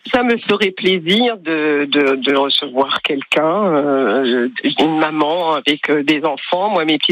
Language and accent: French; Grand Est, France; born there; also born or lived in Paris / Besançon; À la base de naissance, je suis alsacienne.